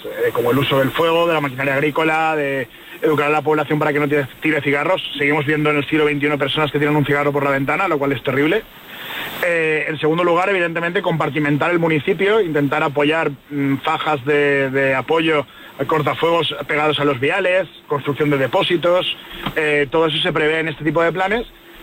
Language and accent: Spanish; Valencia, Valencian Community, Spain